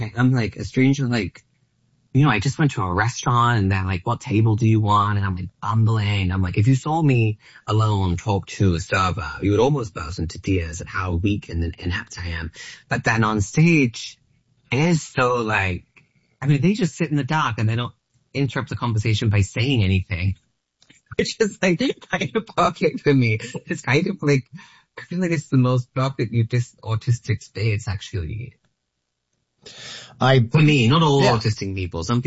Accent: Australia

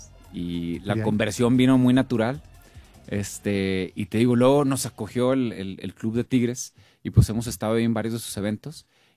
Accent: Monterrey, Nuevo León, Mexico; also born or lived in San Pedro Garza García; Híjole, pues es Monterrey Centro. Crecí entre las Mitras. Y luego ya me hice San Petrino.

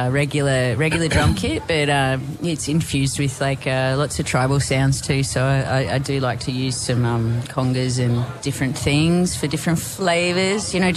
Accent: New South Wales, Australia; Well, I'm personally from the North Coast, but I've got a little shack in the bush with my kelpie, and we like to grow food and stuff.

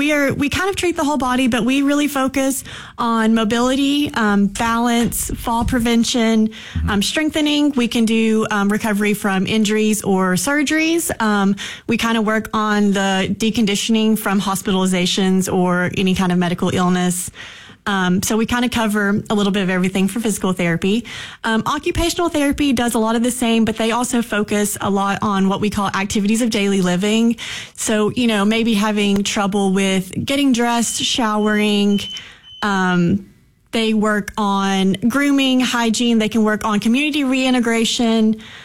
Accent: Kingsport, Tennessee, United States; I am from Kingsport, Tennessee originally. I am a native here

